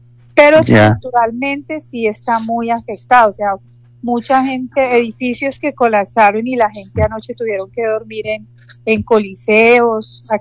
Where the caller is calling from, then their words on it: Manizales, Caldas, Colombia; Yo vivo en Manizales.